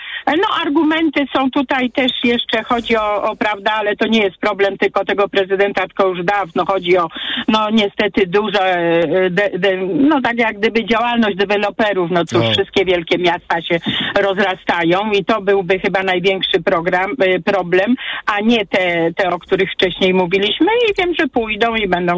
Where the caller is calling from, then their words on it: Kraków, Lesser Poland, Poland; jestem z Krakowa